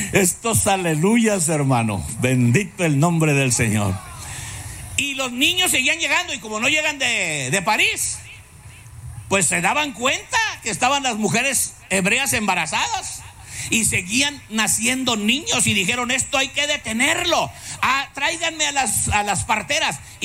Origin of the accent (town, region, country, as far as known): Mexico